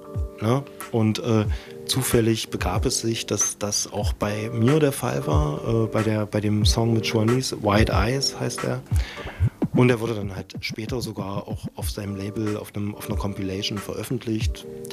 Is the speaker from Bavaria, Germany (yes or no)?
no; Dessau, Saxony-Anhalt, Germany; now in Leipzig, Germany; Ich war ja vorher in Dessau ansässig, oder das ist halt meine Heimatstadt